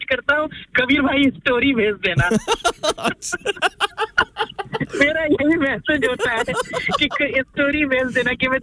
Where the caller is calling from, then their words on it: Bihar, India; मैं हम लोग बेसिकली बिहार से हैं।